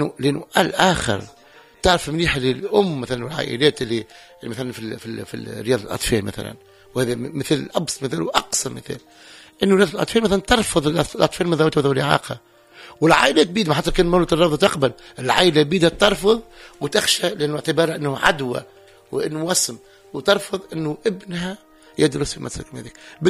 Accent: Tunisia

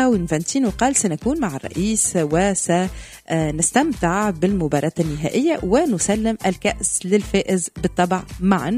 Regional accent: Tunisia; نحكيو على بلدي تونس

